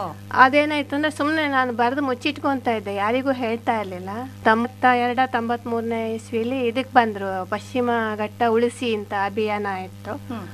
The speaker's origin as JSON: {"language": "Kannada", "town": "Uluve", "region": "Karnataka", "country": "India", "tie": "born or raised there", "said": "ನಾನು ಮೂಲತಃ ಶೃಂಗೇರಿ ತಾಲೂಕಿನ ಉಳುವೆ ಎಂಬ ಊರಿನವಳು. ನನ್ನ ಬಾಲ್ಯ ಎಲ್ಲ ಅಲ್ಲೇ ಕಳೆದಿದ್ದು."}